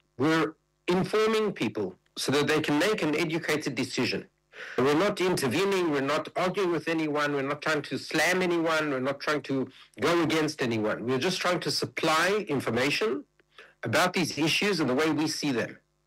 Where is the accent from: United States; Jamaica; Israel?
Israel; You know, I grew up in Israel